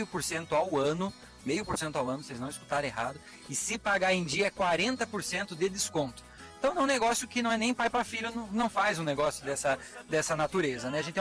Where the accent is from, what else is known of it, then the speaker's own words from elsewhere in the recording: Santa Catarina, Brazil; also born or lived in Lages, Santa Catarina; eu sou de Santa Catarina, sou do meio oeste de Santa Catarina, mas fiz minha vida, faculdade de agronomia e tudo mais em Lages, na Serra de Santa Catarina.